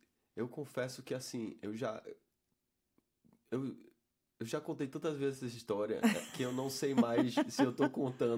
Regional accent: Brazil; a primeira vez que eu saí do Brasil na minha vida foi para tocar.

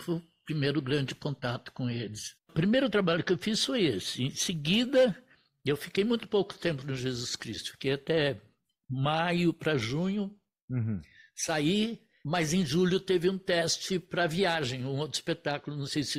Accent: Portugal; Eu sou português.

